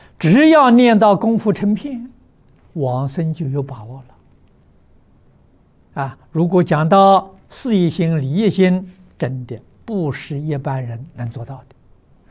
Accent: China; 在我们中国，我小时候住在农村

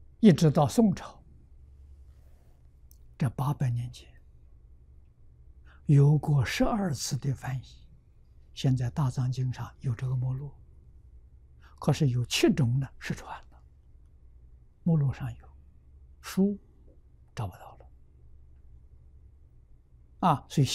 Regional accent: China; 我们中国人算虚岁

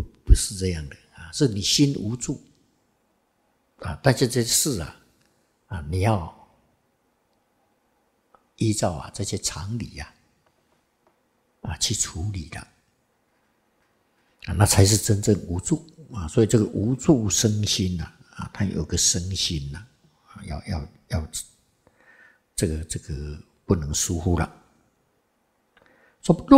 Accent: Xizhi, New Taipei, Taiwan; born there; 因为我是在北部出生的嘛，我在汐止出生的嘛，那个体质又适合这里的气候、土壤啊

